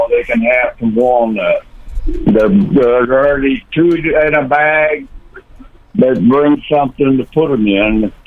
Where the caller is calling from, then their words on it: Octavia, United States; I'm in Octavia